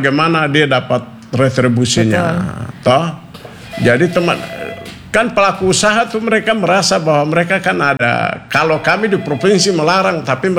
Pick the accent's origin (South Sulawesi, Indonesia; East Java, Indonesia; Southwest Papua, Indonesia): Southwest Papua, Indonesia; Sorong; Di Kota Sorong. Ya. Karena saya juga besar lahir di Sorong ini.